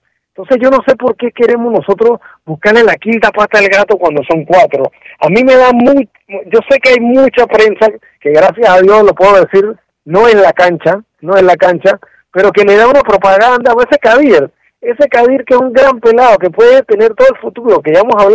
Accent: Panama; yo soy parte de Panamá

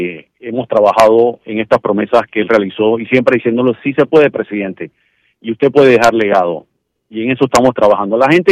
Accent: Panama; Realmente ahí me sentí como panameño orgulloso, es decir, los panameños podemos hacer lo que prometemos

